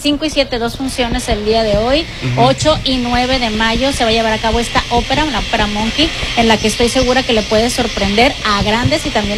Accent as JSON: {"language": "Spanish", "region": "Sinaloa", "country": "Mexico", "said": "Sobre todo los que somos sinaloenses, sí."}